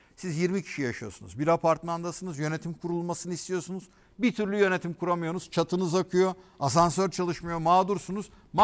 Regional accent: Balıkesir, Turkey; Ben Balıkesirliyim, işte Bandırma'ya giderseniz Banvit falan vardır.

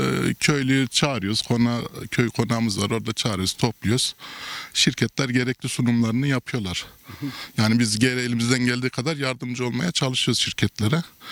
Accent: Ankara, Turkey; Kanola bizim köyden Polatlı'ya doğru yayıldı. Köyümüz örnek bir yani ilkleri yapan köydür. İlk sulama bizim köyde kurulmuştur İç Anadolu'da.

